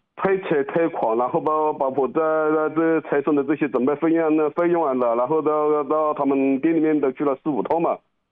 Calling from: Yiyang, Hunan, China; 我是益阳的，福建益阳的。

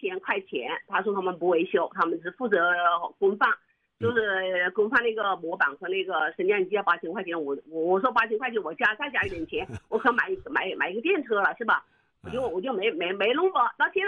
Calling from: Changsha, Hunan, China; 我们长沙话叫矮的了

